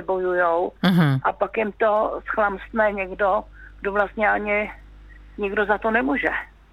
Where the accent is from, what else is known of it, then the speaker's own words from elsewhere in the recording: Horní Slavkov, Karlovy Vary Region, Czechia; also born or lived in Ostrava; jsem se narodila sice v Ostravě, vyrostla jsem v západních Čechách, v Horním Slavkově, ale tak jsme se přestěhovali na malou vesničku.